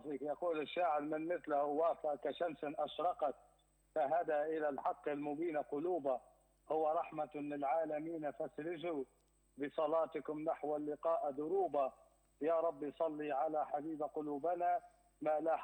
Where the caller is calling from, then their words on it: Libya; يعم السلام على بلادنا ليبيا الحبيبة